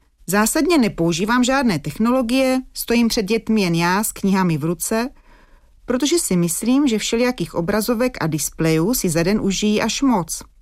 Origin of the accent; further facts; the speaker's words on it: Brno, South Moravian Region, Czechia; accent: Brno; kdy jsem se teda marně snažila skrývat svůj brněnský přízvuk